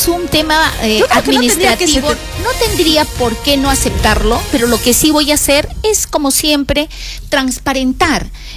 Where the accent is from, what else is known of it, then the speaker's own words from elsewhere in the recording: Arequipa, Peru; soy arequipeña al 100% y sureña de corazón.